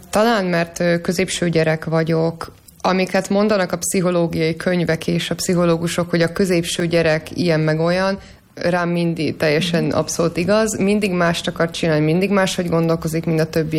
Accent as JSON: {"language": "Hungarian", "town": "Lenti", "region": "Zala", "country": "Hungary", "tie": "born or raised there", "also_born_or_lived": "Zalaegerszeg", "moved": "as an adult", "said": "én most ide születtem Lentibe, sőt Lenti Máhonfára, ami ugye a vidéknek a vidékje"}